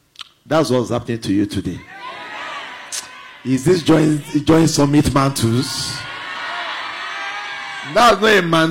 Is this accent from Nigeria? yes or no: yes; Ibadan, Oyo, Nigeria; born or raised there